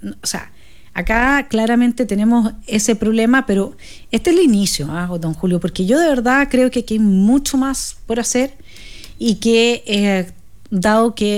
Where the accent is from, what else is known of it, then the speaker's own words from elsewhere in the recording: Villarrica, Araucanía, Chile; also born or lived in Temuco; yo soy de la Araucanía, po. Yo soy de Villarrica.